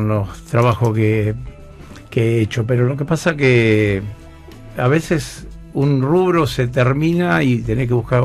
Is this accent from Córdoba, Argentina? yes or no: no; Villa Flandria, Buenos Aires Province, Argentina; moved away; nosotros venimos de un pueblito de Villa Flandria, que en la época nuestra, viste, no salíamos de 10 cuadras a la redonda.